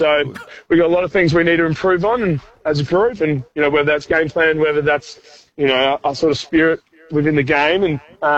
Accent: Moe, Victoria, Australia; I'm from Mowi.

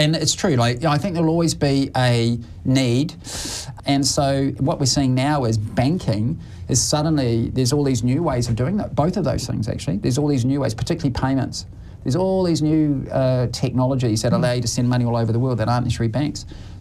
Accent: New Zealand; now in Australia; I'm a New Zealander, as you know, we've got a home there.

